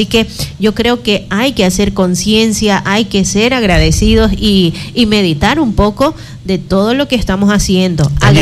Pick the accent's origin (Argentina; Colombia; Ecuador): Ecuador; como ecuatorianos estar preparados por esta llamada situación que se ubica el Ecuador en el conocido Callejón de Fuego